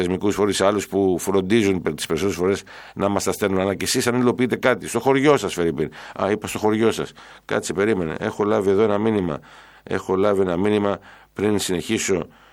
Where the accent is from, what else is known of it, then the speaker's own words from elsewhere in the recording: Kardamas, Western Greece, Greece; το χωριό μου που είναι το πατρικό μου.